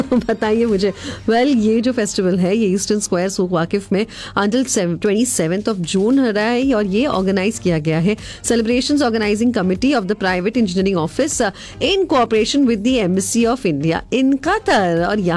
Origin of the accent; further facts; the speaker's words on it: Mumbai, Maharashtra, India; now in Qatar; मैं मुंबई से हूँ ना